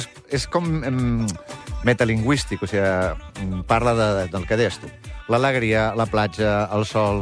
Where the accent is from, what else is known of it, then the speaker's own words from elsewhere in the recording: Terrassa, Catalonia, Spain; Jo soc de Terrassa.